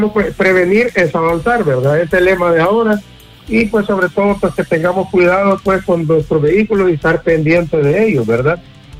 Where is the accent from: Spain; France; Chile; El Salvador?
El Salvador